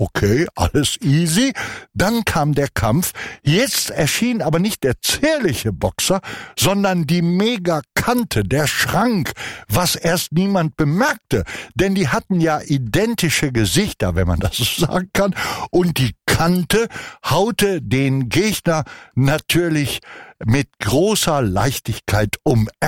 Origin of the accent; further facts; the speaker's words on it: Hamm, North Rhine-Westphalia, Germany; Ich bin ja im westfälischen Hamm aufgewachsen und wenige Kilometer entfernt davon ist die Stadt Aalen